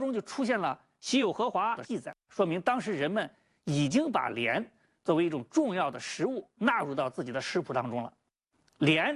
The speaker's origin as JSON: {"language": "Chinese", "country": "China", "said": "我们中国人"}